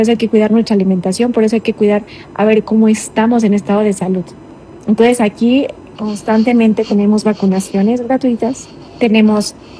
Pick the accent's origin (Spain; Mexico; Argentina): Mexico; y esto no por ofendernos a nosotros mismos como mexicanos, pero creo que es muy cultural de ir al médico cuando ya de plano tenemos la enfermedad avanzada.